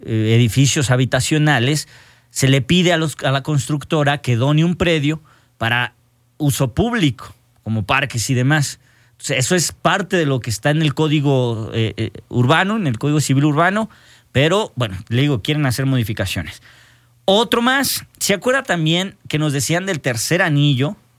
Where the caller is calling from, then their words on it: La Concepción, Mexico; Soy de la Concepción, de la comunidad de La Concepción.